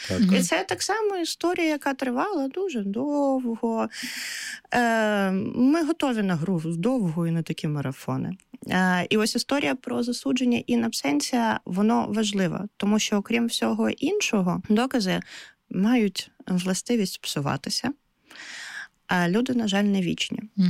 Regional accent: Kherson, Kherson Oblast, Ukraine

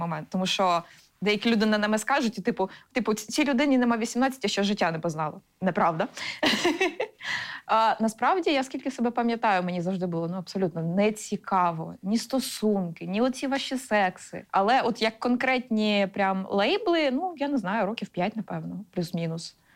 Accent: Mykolaiv, Mykolaiv Oblast, Ukraine; now in Kyiv, Ukraine; я взагалі з Миколаєва, але в Києві живу якийсь час. У мене мама переїхала в Київ, і я повертався назад в Миколаїв.

